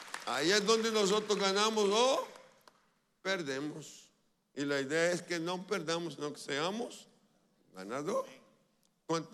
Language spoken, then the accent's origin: Spanish; Brazil; Spanish is a second language; moved away; ¿usted dónde es? Digo, Brasil